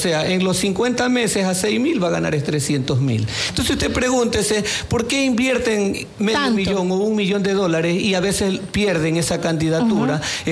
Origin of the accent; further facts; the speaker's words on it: Jauneche, Los Ríos, Ecuador; also born or lived in Puente de Palo / Quevedo; yo crecí en Jauneche.